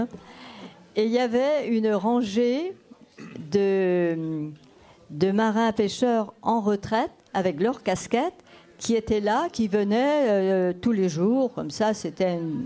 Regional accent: Brittany, France; first language Breton; French is a second language; ma première langue, c'était le breton.

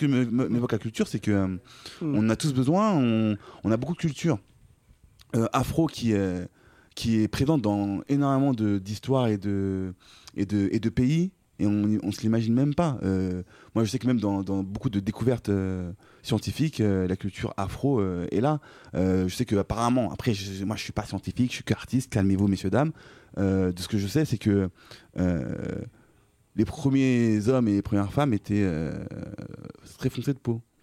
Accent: France; Je suis français aussi

